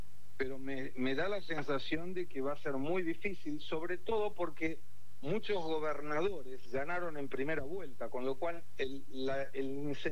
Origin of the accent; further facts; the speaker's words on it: Argentina; now in São Paulo, Brazil; Sabés que muy bien, tengo un programa propio. Soy el único argentino que tiene un programa propio en la televisión brasileña.